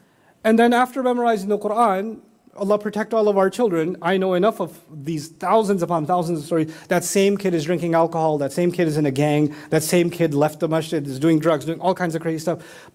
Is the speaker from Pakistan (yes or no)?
yes; Pakistan; now in United States; I mean, I'm from Pakistan. I'm American. I'm very American. I'm very Pakistani. I'm both.